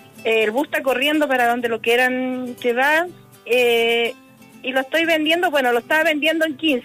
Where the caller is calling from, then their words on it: Paposo, Antofagasta, Chile; Yo soy de Tartar Paposo, la caleta Paposo.